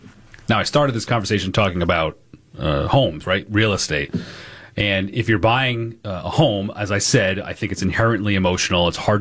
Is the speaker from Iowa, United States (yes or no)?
no; Rhode Island, United States; I know here in Rhode Island, my home state, there are different standards for two-family buildings versus, you know, three- or four-family units.